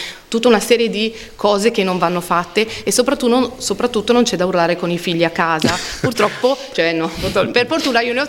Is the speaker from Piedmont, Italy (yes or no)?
no; Cremona, Lombardy, Italy; siamo di Cremona.